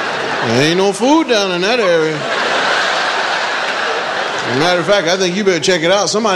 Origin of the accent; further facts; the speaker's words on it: Pennsylvania, United States; Now, I'm from Pennsylvania